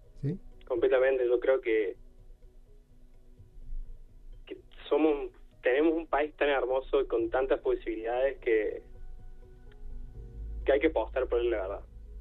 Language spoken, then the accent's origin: Spanish; Córdoba, Argentina; Yo amo Córdoba, amo mi provincia.